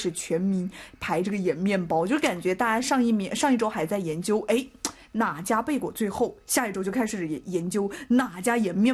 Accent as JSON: {"language": "Chinese", "country": "South Korea", "second_language": "Chinese", "said": "但是我后面发现哈，就是咱们韩国人已经不只是在首尔追店了。"}